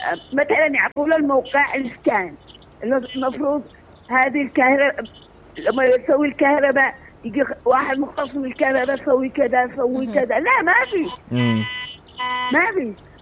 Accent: Mansoura, Dakahlia, Egypt; وحرق جوز مارت عندنا بالمنصورة.

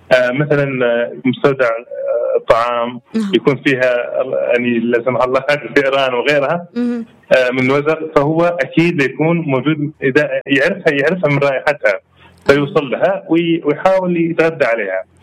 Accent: Aden, Yemen; اللي عندنا في عدن دائما تكون لونها رمادي أو رمادي داكن شوية أو رمادي بني.

